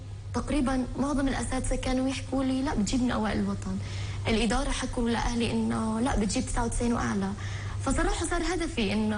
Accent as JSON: {"language": "Arabic", "country": "Palestine", "said": "إحنا شعب فلسطيني وأبناء شعب فلسطيني"}